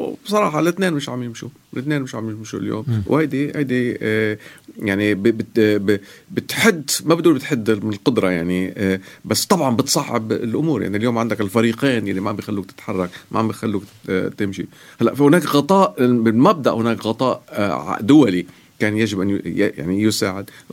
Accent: Lebanon; كلبنانيين

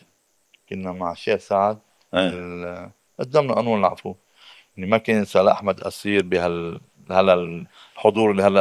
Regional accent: Lebanon; يعني طريقة التعاطي الإداري هون نحن كلبنانيين معنى تحرر من الخيوط اللي بتخليك تتحرك

